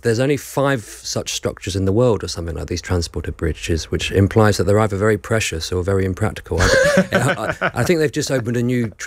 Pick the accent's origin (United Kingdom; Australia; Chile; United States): United Kingdom; Portsmouth, South East England; I grew up in Portsmouth, and that's an unfashionable city.